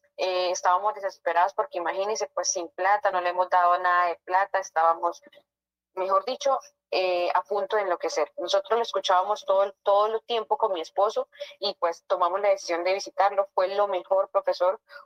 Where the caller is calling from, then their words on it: Machetá, Cundinamarca, Colombia; De la vereda Machetá, Cundinamarca.